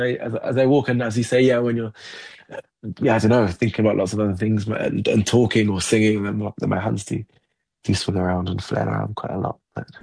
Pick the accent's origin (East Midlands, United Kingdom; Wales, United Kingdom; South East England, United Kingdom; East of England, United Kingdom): East Midlands, United Kingdom; Nottingham; now in London, United Kingdom; I now live in South London, but I grew up in Nottingham.